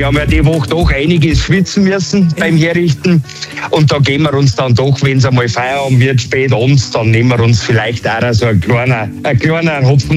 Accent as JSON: {"language": "German", "town": "Straubing", "region": "Bavaria", "country": "Germany", "tie": "born or raised there", "said": "Ich bin jetzt da unten am Festplatz aufgewachsen, da kenne ich jeden Stall."}